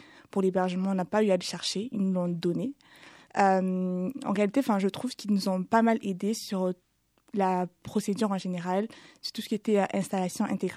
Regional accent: Cameroon; j'ai 22 ans, je suis originaire du Cameroun.

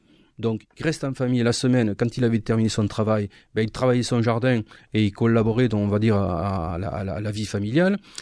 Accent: Decazeville, Occitanie, France; Oui, parce que moi, je suis natif de la ville de Cazeville et je suis né donc sur le carreau de mine du puits numéro 1.

